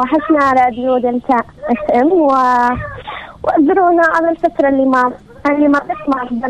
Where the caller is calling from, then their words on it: Raymah, Yemen; سلامي على ريمه دياري وقريتي وسكانها كامل